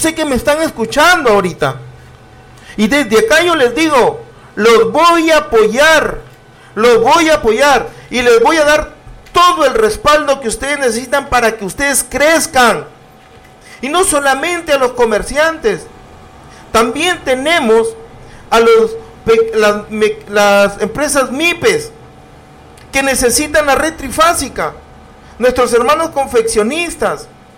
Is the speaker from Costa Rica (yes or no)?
no; Túcume, Lambayeque, Peru; Yo soy del caserío La Pintada